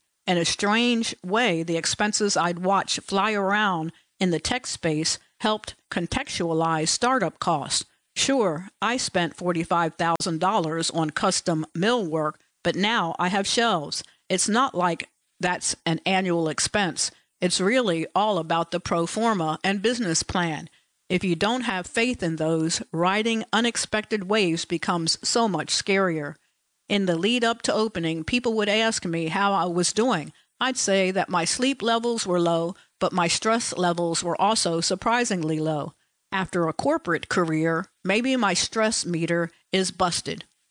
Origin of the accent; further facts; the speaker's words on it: Cleveland, Ohio, United States; moved away as an adult; now in New York City, United States; I moved from my hometown of Cleveland to New York City and started a job at Planned Parenthood.